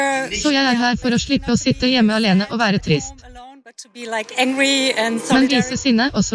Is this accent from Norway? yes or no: no; Saxony-Anhalt, Germany; now in Berlin, Germany; Jeg født og oppvokst i Sachsen-Anhalt. Deler av familien bor der fortsatt.